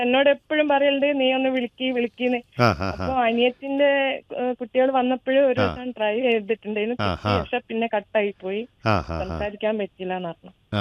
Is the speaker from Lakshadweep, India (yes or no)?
no; Payyoli, Kerala, India; born there; എന്റെ വീട് പയ്യോളിയാണ്.